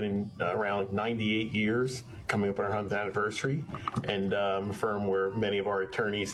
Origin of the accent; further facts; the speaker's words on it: Oakland, New Jersey, United States; I'm from this little suburban town in New Jersey called Oakland. I grew up in a small bungalow in a neighborhood.